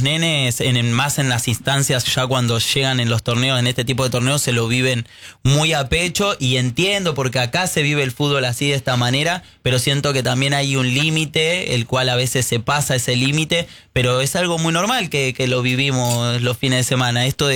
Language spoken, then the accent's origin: Spanish; Gregorio de Laferrère, Buenos Aires Province, Argentina; Bueno, yo soy de Gregorio de la Ferrere, de zona oeste, partido de La Matanza, y me formé dirigiendo en la liga AFO, que abarca todo lo que es el oeste.